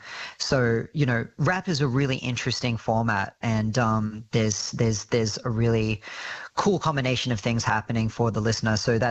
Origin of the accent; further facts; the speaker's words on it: Brewarrina, New South Wales, Australia; I'm Wurundjeri from Briwarrina, and I've never at that time met anyone like me.